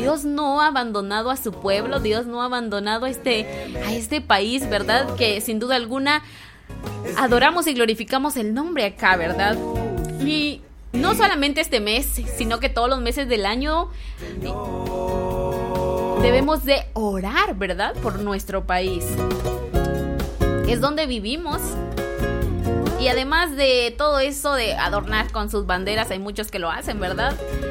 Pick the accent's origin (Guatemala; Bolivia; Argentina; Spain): Guatemala; porque somos guatemaltecos, ¿verdad? Nuestras raíces son guatemaltecas y qué bendición ser de Guatemala.